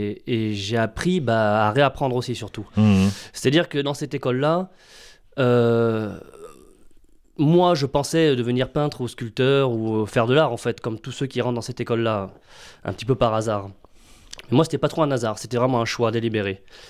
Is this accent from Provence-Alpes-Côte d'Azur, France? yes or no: no; Occitanie, France; moved away as an adult; also born or lived in Fontainebleau / Toulouse; je suis né en 1986 à Fontainebleau. Mes parents ont déménagé et sont partis habiter en Aveyron. Et j'ai eu une enfance à la campagne, dans la forêt, dans le sauvage, au milieu des vaches.